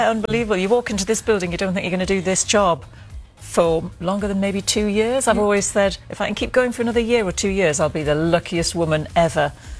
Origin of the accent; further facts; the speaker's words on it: North East England, United Kingdom; born there; This is my lovely dad, Newcastle United's biggest fan. Yeah, I was born on Tyneside.